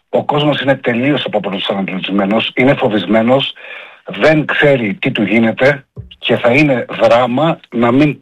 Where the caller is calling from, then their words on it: Greece; θεωρώ ότι είμαι Έλληνας